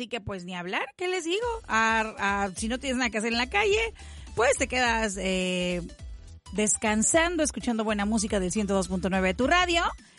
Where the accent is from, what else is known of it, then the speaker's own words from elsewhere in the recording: Veracruz, Mexico; soy jarocha